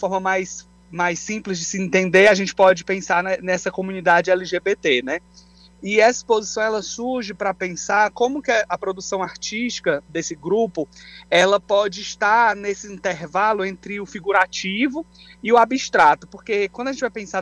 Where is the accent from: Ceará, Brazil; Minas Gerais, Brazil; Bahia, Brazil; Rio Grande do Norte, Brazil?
Ceará, Brazil; Fortaleza; also born or lived in Belém, Pará; eu sou de Fortaleza, no Ceará, mas já há 5 anos tenho uma relação muito grande com Belém, o Pará